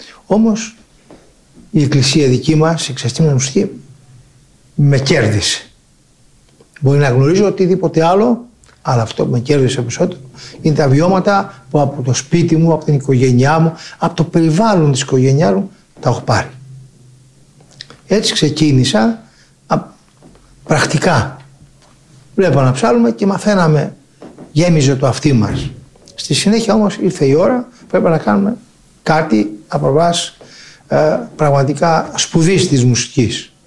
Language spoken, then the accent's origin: Greek; Patras, Western Greece, Greece; born there; γεννήθηκα στην Πάτρα καταρχήν, μια πόλη θρησκευόμενη και ακόμα συνεχίζει να είναι